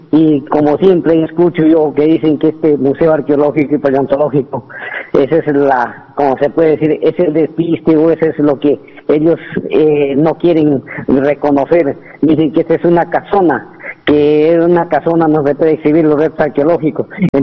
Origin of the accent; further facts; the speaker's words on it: Chota, Cajamarca, Peru; born there; also born or lived in Huánuco, Peru; now in Utcubamba, Peru; en mi tierra natal, Chota, y gracias, agradezco también a la provincia de Ucubamba, esta tierra generosa que me dio acogida, creo que en Amazonas, y me siento un amazonense